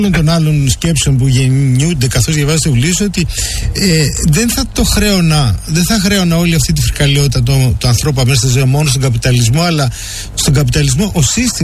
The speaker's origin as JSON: {"language": "Greek", "region": "Epirus", "country": "Greece", "said": "εγώ κατάγομαι από την Ήπειρο, έτσι."}